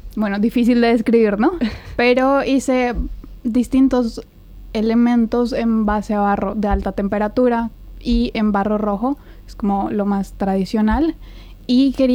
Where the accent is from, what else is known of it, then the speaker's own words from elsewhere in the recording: Colombia; moved away; yo siendo mujer colombiana